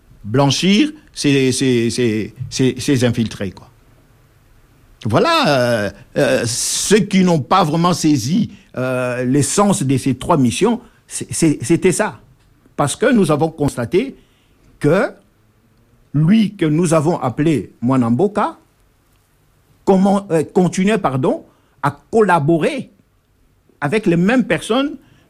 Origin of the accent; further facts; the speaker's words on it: DR Congo; Nous sommes Congolais